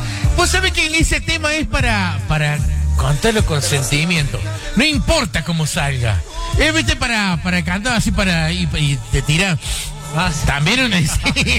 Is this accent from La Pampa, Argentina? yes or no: no; Salta, Argentina; now in Firmat, Argentina; soy salteño, pero vivo en Firmat hace 22 años.